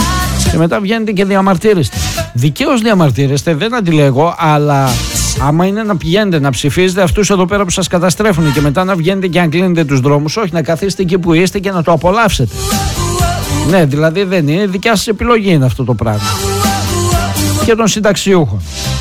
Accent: Greece

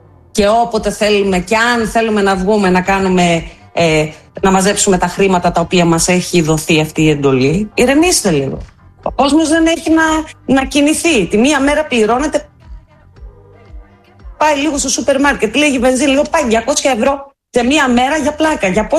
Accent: Veria, Central Macedonia, Greece; Γιατί προχθές κυκλοφορούσα μέσα στην πόλη μου στη Βέρεια και είχε μαυρίσει ο τόπος.

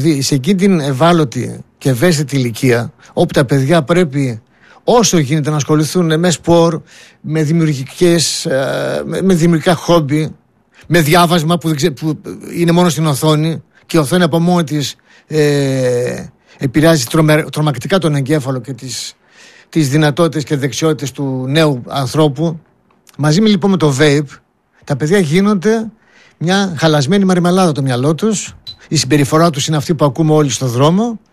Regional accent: Greece

